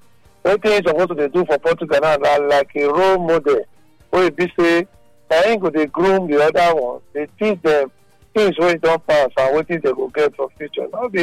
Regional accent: Benin; I come from Benin.

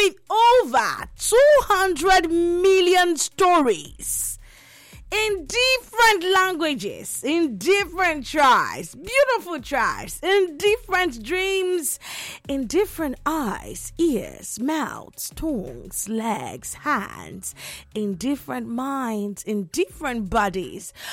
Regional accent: Nigeria

